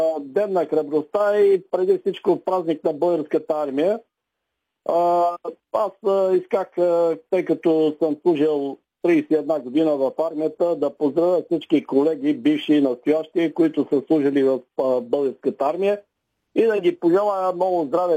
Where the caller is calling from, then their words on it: Montana, Montana Province, Bulgaria; съм от Монтана